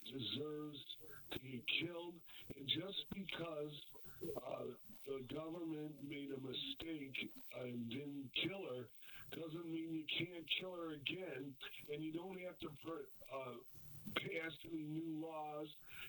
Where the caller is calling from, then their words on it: Detroit, Michigan, United States; I'm from Detroit.